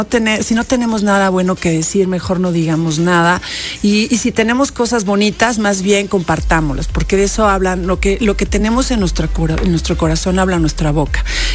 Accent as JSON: {"language": "Spanish", "region": "Puebla", "country": "Mexico", "said": "o sea, yo soy Chivas y de Puebla."}